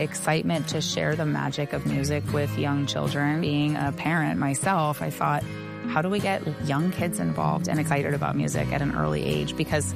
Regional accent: San Francisco, California, United States; I spent a lot of time growing up in San Francisco as well

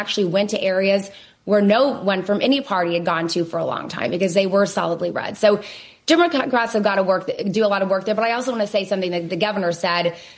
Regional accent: the South, United States; I am from the South

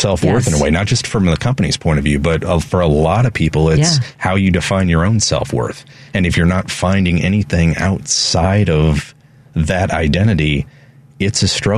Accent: St. Louis, Missouri, United States; St. Louis.

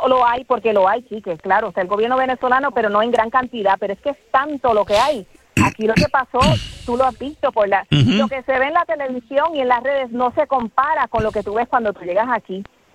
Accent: Puerto Rico; los americanos que estamos aquí somos nosotros los puertorriqueños, el Colegio de Médicos de Puerto Rico

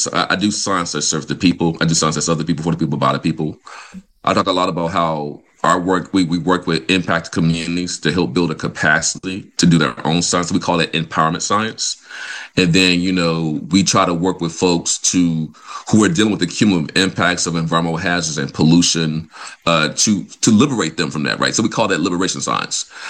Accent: Vicksburg, Mississippi, United States; Like, I'm from Mississippi, so I'm from Vicksburg.

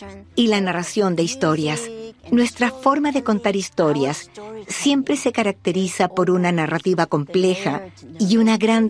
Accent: South Korea; ¿Eres de Corea del Norte o de Corea del Sur? Esa era la pregunta que más me hacían cuando respondía, soy de Corea.

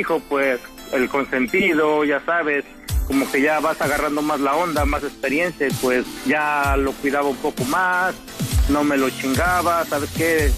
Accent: Mexico; moved away; Ya vengo casado desde México, panda.

